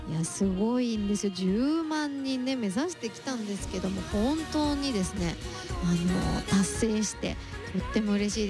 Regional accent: Nagoya, Aichi, Japan; moved away as an adult; now in Tokyo, Japan; ですが、名古屋は地元なんですね。で、20歳の時に上京したので、ちょっと東京の生活の方がちょっとだけ長くなってきたんですけども

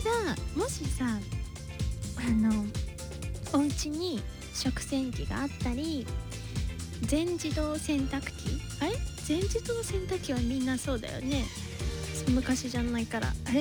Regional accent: Tokushima, Japan; moved away; 私四国出身だから、徳島だけど

